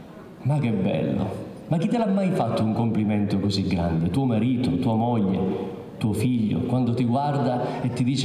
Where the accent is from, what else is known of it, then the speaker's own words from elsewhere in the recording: Sicily, Italy; Sono siciliano